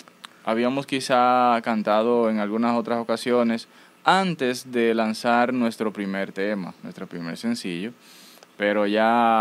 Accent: Peralvillo, Monte Plata, Dominican Republic; No, somos de Peralvillo, de Monte Plata.

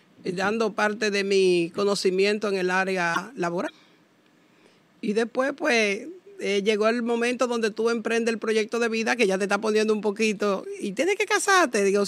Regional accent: Sánchez, Samaná, Dominican Republic; moved away as an adult; now in Santo Domingo, Dominican Republic; De pueblo, de provincia, nací en Sánchez, una gran bendición, allá a Cibao.

